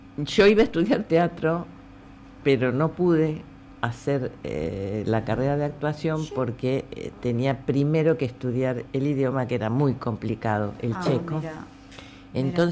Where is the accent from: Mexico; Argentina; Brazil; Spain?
Argentina; La Plata, Buenos Aires Province; born there; moved away as an adult; Soy de La Plata, nacida aquí. Uh-huh. Y lo que pasa es que he estado mucho tiempo fuera del país.